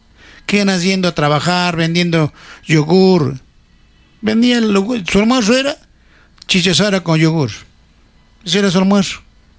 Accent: Arequipa, Peru; born there; Otros a Cerro Colorado, mi distrito, donde yo nací.

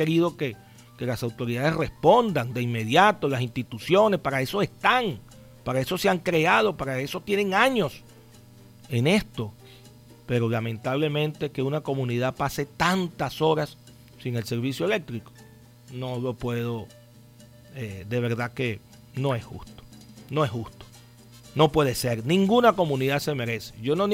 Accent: Venezuela; como seres humanos y como venezolanos

